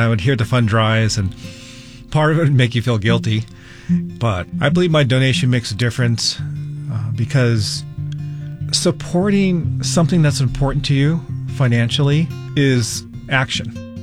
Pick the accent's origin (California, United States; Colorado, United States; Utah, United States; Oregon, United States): Utah, United States; Holiday; I'm from Holiday, Utah.